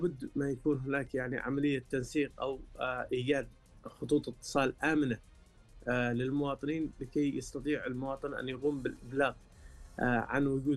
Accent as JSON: {"language": "Arabic", "country": "Yemen", "moved": "yes", "lives_now": "Riyadh, Saudi Arabia", "said": "كشعب واحد كشعب مثلا يمنيين،"}